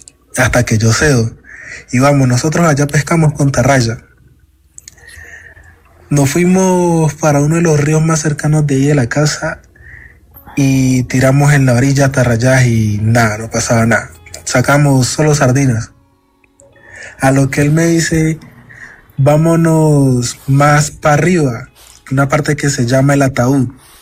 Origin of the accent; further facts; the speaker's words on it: Cauca, Colombia; also born or lived in Puerto Tejada; Yo soy nacido en el Cauca